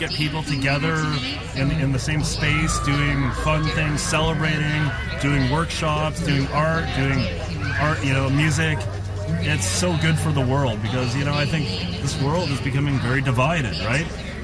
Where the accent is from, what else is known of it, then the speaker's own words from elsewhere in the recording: Whitehorse, Yukon, Canada; I'm from Whitehorse